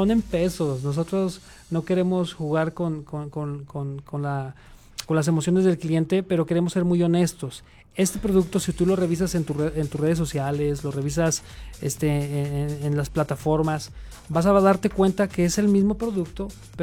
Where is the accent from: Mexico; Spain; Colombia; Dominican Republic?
Mexico; Fresnillo, Zacatecas; somos de Fresnillo, amamos Fresnillo y queremos que lo sepan y somos emprendedores de Fresnillo.